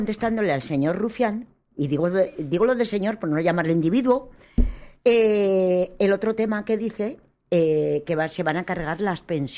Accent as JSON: {"language": "Spanish", "region": "Castile and León", "country": "Spain", "said": "como castellana lo defiendo"}